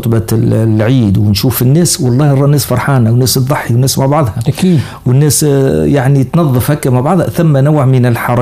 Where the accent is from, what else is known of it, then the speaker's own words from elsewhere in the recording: Tunisia; ونحمد الله أن جينا من تونس وليس من بلاد أخرى.